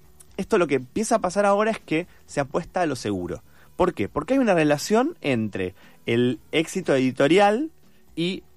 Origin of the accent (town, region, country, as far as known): Argentina